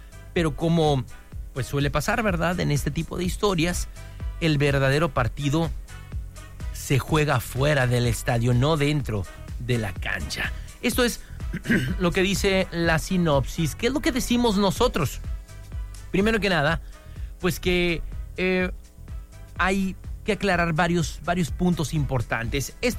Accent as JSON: {"language": "Spanish", "country": "Mexico", "said": "si de algo somos expertos los mexicanos, déjame decirte, es que nos podemos reír"}